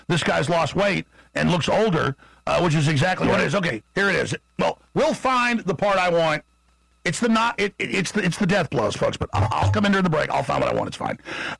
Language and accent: English; Dallas, Texas, United States; I've had my leg broken at five. People started fights. It was rough growing up in Dallas for a reason.